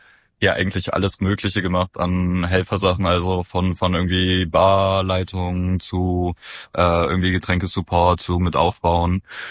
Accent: Halle, Saxony-Anhalt, Germany; Ja, wir sind auch aus Halle

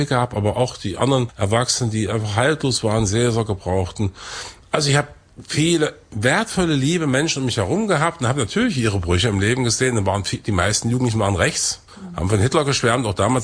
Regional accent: Weißenfels, Saxony-Anhalt, Germany; also born or lived in Eisleben; Ja, ich bin in Eisleben geboren, in Weißenfels aufgewachsen. Also das ist mein Ursprungsfluidum, diese proletarisch geprägte Kultur des Industriedreieckes.

